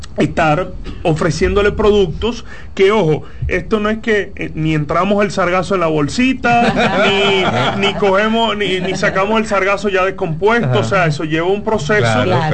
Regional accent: Dominican Republic; quizá ya lo notaron un poco en mi acento. Trato de ser diplomático, pero soy dominicano.

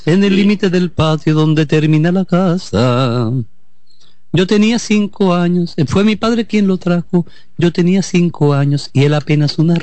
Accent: Dominican Republic; Son los colores que nosotros como dominicanos y dominicanas tenemos adentro.

